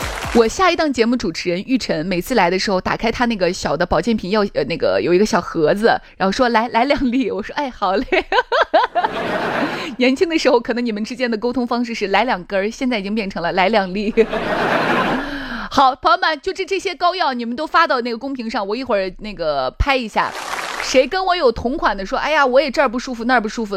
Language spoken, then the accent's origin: Chinese; Shaanxi, China; 我们陕西话用啪子来说啊